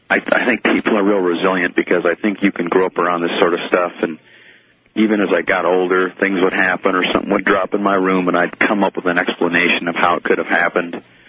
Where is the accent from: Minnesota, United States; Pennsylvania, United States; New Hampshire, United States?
Minnesota, United States; now in Colorado Springs, United States; Just to give you a little bit of background, I grew up in a small town in Minnesota.